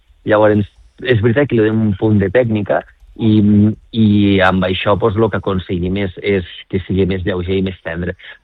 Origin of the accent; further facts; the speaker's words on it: L'Aldea, Catalonia, Spain; born there; un punt que per a mi és important perquè jo vaig néixer a l'Aldea, per tant és un punt emblemàtic.